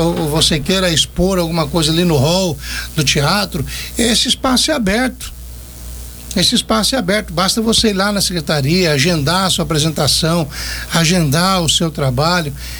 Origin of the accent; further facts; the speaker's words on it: Anápolis, Goiás, Brazil; sou de Anápolis